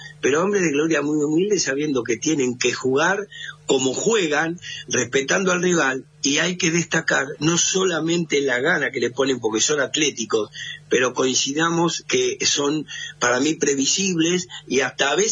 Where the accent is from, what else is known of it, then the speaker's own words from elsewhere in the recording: Avellaneda, Buenos Aires Province, Argentina; born there; Mire, yo soy argentino, nací en Avellaneda.